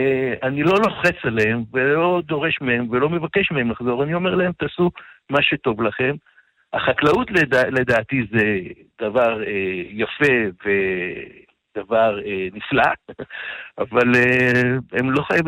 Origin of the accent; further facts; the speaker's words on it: Yesha, Southern District, Israel; moved away as an adult; also born or lived in Or Yehuda; בגיל 35 החלטתי שאני רוצה לחזור למשק שבו גדל, לבית שבו גדלתי במשק במושב